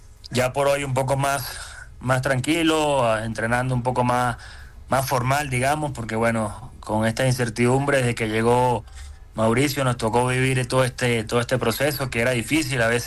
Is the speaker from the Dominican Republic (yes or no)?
no; Venezuela; now in Bolivia; yo soy venezolano, yo viví cosas difíciles también en mi país